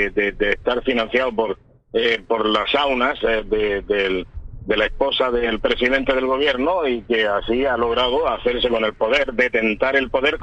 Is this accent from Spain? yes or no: yes; Spain; somos españoles.